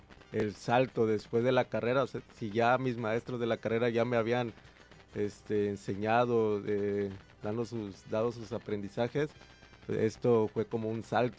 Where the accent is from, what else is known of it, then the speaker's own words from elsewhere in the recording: Mexico; como era latinoamericano, en una pantalla salía la bandera de México atrás de mí.